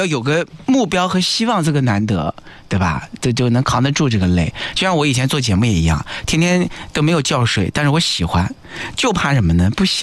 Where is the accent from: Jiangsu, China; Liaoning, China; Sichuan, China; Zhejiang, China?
Jiangsu, China; 我们江苏的家长